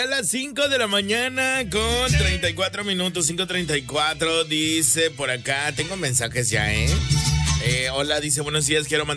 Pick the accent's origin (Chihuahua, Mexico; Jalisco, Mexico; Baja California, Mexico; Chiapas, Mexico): Chiapas, Mexico; Pijijiapan; yo soy de por allá, de... Bueno, no exactamente del Llanito, pero sí soy soy del municipio de Pijijiapan, bueno, de este pueblo que me vio nacer y crecer.